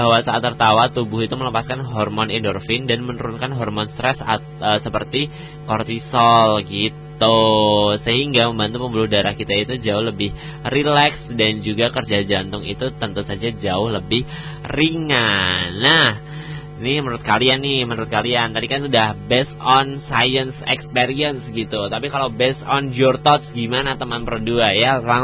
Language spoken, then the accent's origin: Indonesian; Surakarta, Central Java, Indonesia; Sebagai warga Solo ya. cukup bangga gitu.